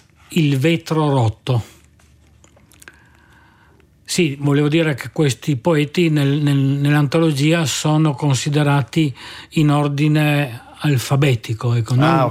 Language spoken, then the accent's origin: Italian; Trieste, Friuli-Venezia Giulia, Italy; La conoscevo questa poesia, la leggo e mi commuovo a leggere questa poesia da triestino.